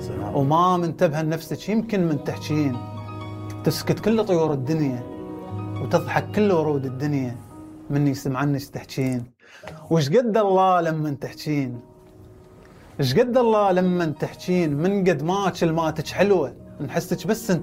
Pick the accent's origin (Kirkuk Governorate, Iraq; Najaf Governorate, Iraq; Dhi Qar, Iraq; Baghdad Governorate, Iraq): Kirkuk Governorate, Iraq; Kirkuk; أنا ولادتي بنفس البيت اللي هسه ساكن بيه